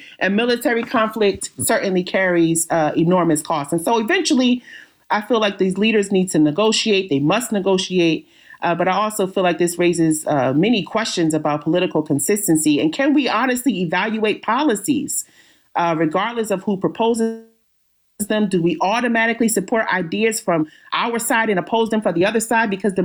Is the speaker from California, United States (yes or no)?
no; New York, United States; But I'm excited as a New Yorker to celebrate the Knicks championship